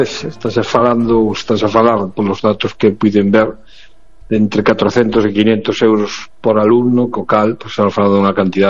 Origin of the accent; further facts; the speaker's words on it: Lugo, Galicia, Spain; como no caso meu, que son de Lugo, e aquí temos o San Froilán